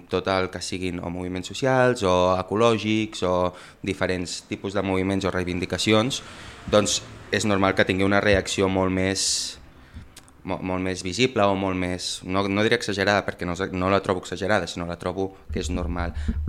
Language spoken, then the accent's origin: Catalan; Sabadell, Catalonia, Spain; now in Barcelona, Spain; però hi visc només des de fa dos, perquè soc de Sabadell, però sí que he fet vida a Barcelona des que tinc els 18 anys.